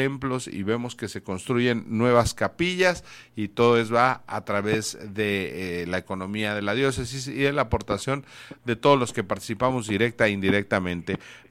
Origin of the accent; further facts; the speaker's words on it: Mexico; como todo mexicano dejamos al último y no participamos.